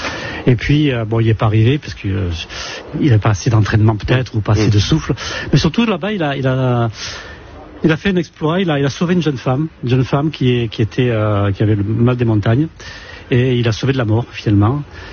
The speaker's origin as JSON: {"language": "French", "town": "Beausoleil", "region": "Provence-Alpes-Côte d'Azur", "country": "France", "tie": "born or raised there", "said": "je suis originaire de Beausoleil"}